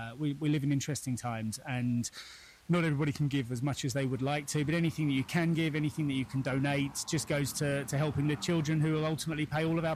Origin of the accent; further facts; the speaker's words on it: London, United Kingdom; And you can tell from my accent, I'm from London parts.